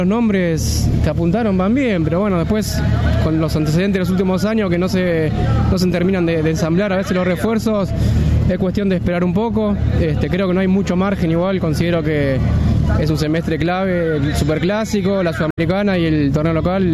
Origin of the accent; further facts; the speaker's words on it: Buenos Aires, Argentina; 40 años, somos de Boedo.